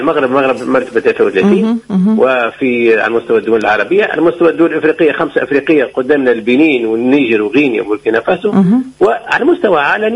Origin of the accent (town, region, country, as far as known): Tunisia